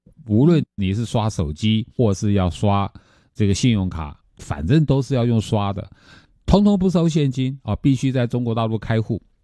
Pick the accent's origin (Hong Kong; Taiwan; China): Taiwan